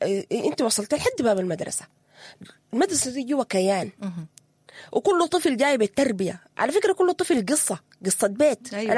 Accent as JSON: {"language": "Arabic", "country": "Sudan", "said": "نحن سودانيين"}